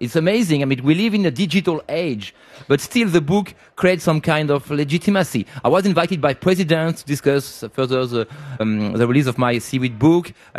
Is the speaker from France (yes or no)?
yes; France; I come from France, and I was in Civit. I come from France.